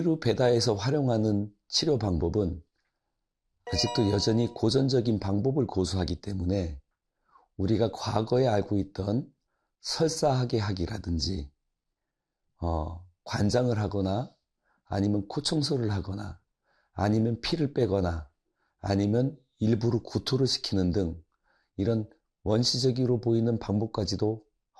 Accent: South Korea; moved away as an adult; now in India; 나는 한국 사람이고

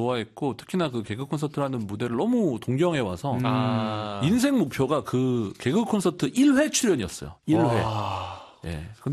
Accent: Yeongju, North Gyeongsang, South Korea; 경북 영주 저희 고향에 내려오지 말라고 했었습니다.

